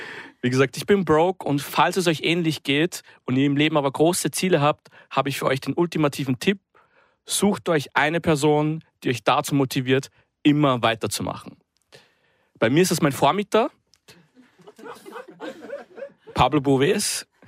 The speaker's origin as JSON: {"language": "German", "region": "Styria", "country": "Austria", "tie": "born there", "said": "Ich bin gebürtiger Steirer."}